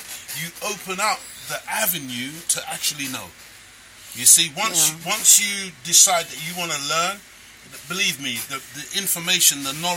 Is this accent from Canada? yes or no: no; Jamaica; I'm a Jamaican.